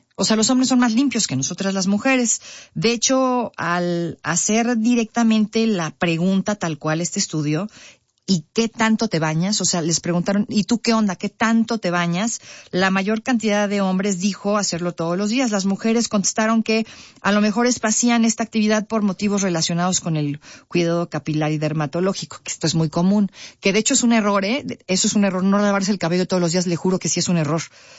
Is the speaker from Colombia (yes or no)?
no; Mexico; qué tan limpios somos los mexicanos